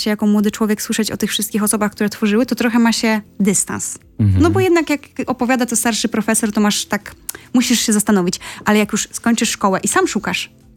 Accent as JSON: {"language": "Polish", "region": "Subcarpathian Voivodeship", "country": "Poland", "said": "Też jestem z Podkarpacia"}